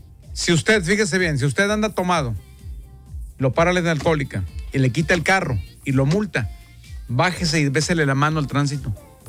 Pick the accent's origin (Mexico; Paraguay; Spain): Mexico; Así somos los mexicanos, nos quema el dinero las manos